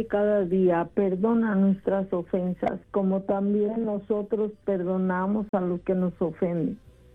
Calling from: Bellflower, California, United States; le hablo de acá, de Bellflower, California.

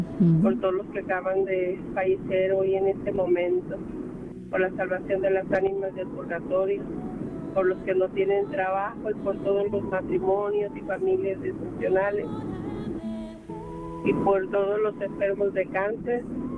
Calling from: San Diego, California, United States

